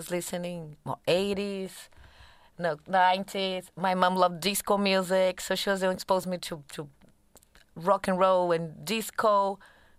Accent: Brazil; moved away; I'm from Brazil, and Brazil growing up in the 80s

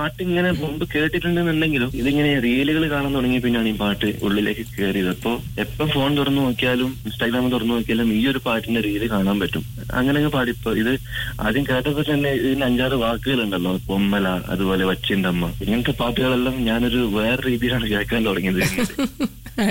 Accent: Thirikkulam, Kerala, India; അതെ അതെ, നാട്ടില് ഞാൻ കാസർഗോഡ് ജില്ലയാണ്. തിരിക്കുളം എന്ന് പറയുന്ന ഗ്രാമം നീലേശ്വരത്തിന്റെ എല്ലാം അടുത്തായിട്ട് വരും.

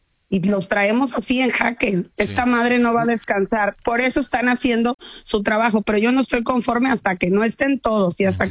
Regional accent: Ciudad Mante, Tamaulipas, Mexico; Yo estoy a tres horas, yo soy de Ciudad Mante.

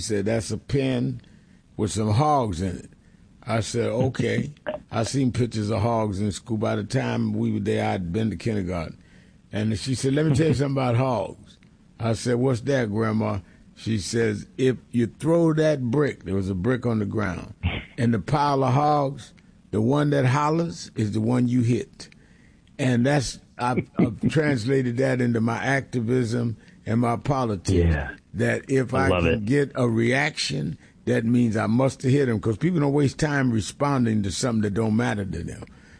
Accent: New York, United States; I was born and raised in New York

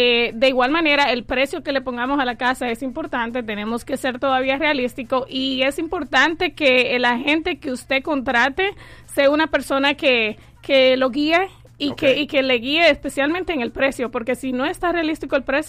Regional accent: Dominican Republic; moved away as an adult; now in United States; Sí, soy de la República Dominicana, allá nací, me crié. Llegué aquí a los Estados Unidos cuando tenía 23 años, entonces okay. Estoy acostumbrada a lo tropical.

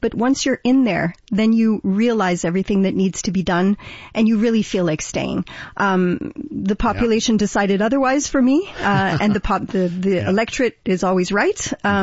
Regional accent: Ontario, Canada; born there; moved away as an adult; now in Quebec, Canada; as an English speaker, as somebody who's born in Ontario, and moved to Quebec as a young adult, it's really important that we have that connection with Canada.

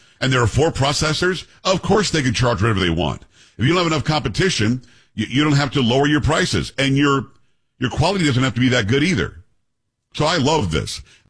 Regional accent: Florida, United States; when I grew up in South Florida, we had a next-door neighbor

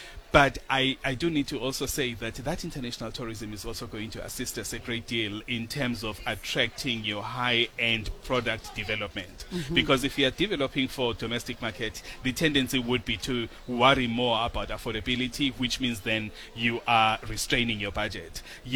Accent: South Africa; I want to experience Malawi being a South African because it's a different place.

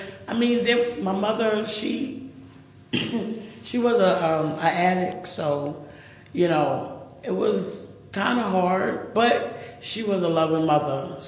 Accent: Jersey City, New Jersey, United States; moved away as an adult; now in Atlanta, United States; It was nice growing up in Jersey City.

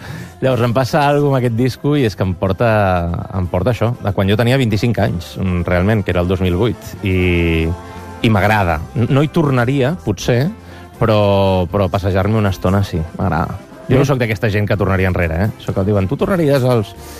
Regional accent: Manresa, Catalonia, Spain

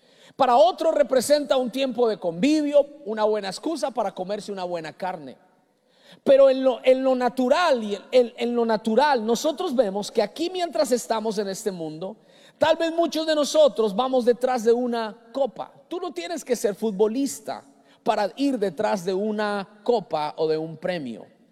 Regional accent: Colombia; Yo soy colombiano y a los de Colombia nos dijeron, ustedes van a, muchos dijeron, usted va a ganar la copa.

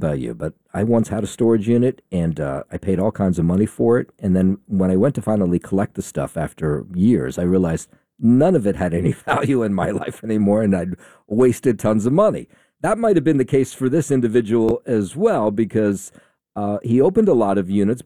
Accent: Trenton, New Jersey, United States; From Long Island to my hometown of Trenton

